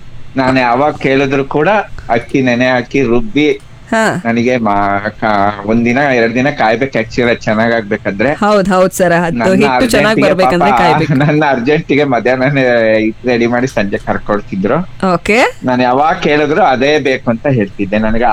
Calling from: Shivamogga, Karnataka, India; Vidyanagar, Shivamogga.

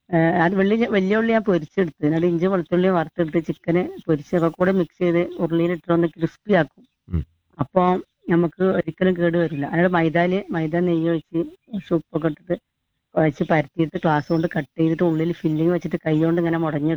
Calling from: Malappuram, Kerala, India; ഞാൻ മലപ്പുറത്തുനിന്നാണ്.

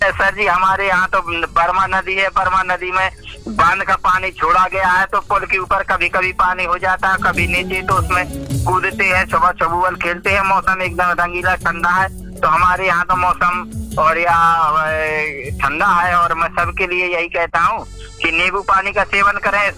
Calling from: Uttar Pradesh, India; मैं सब बगीचा में हूँ, और हमारा गांव है बुंदेलखंड ग्राम उपरेगा, श्रीरामपुर डेरा उपरेगा, बुंदेलखंड, उत्तर प्रदेश से।

